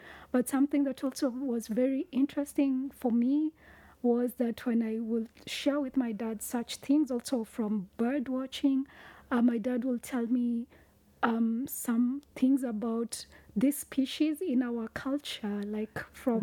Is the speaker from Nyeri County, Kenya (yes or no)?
no; Nairobi, Kenya; born or raised there